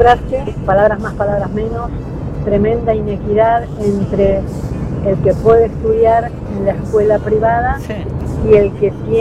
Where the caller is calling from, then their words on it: Los Cardales, Buenos Aires Province, Argentina; de Los Cardales.